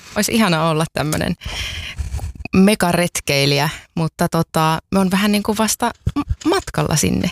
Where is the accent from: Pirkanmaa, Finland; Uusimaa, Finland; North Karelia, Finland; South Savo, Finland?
North Karelia, Finland; Tohmajärvi; moved away; also born or lived in Joensuu; Joo, me on Tohmajärveltä kotoisin. Ja Joensuomi on semmoinen nuoruuden kaupunki.